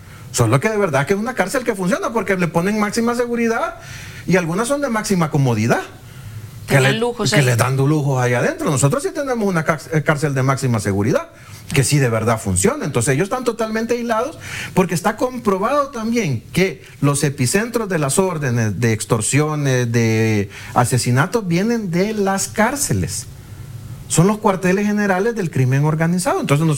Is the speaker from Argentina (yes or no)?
no; El Salvador